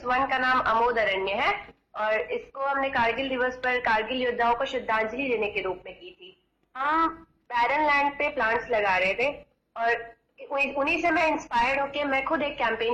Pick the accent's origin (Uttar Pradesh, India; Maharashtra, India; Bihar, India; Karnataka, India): Uttar Pradesh, India; Kanpur; now in Bacheli, India; और मैं बेसिकली तो मैं यूपी से बिलोंग करती हूँ, कानपुर से हूँ मैं, बट हम यहाँ शिफ्ट कर गए थे दंतेवाड़ा बचेली में